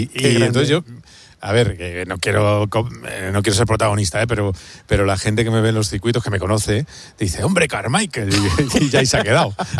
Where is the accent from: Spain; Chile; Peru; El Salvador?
Spain; Madrid, Community of Madrid